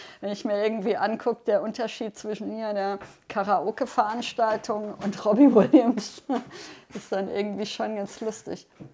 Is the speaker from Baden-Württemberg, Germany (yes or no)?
no; Kaiserslautern, Rhineland-Palatinate, Germany; moved away as an adult; ich bin in Kaiserslautern groß geworden. Es war relativ trist in den 80ern.